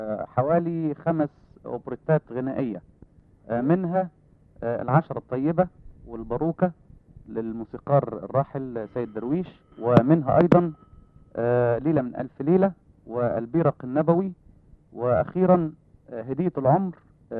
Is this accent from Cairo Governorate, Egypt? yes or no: yes; Cairo, Cairo Governorate, Egypt; عندنا في القاهرة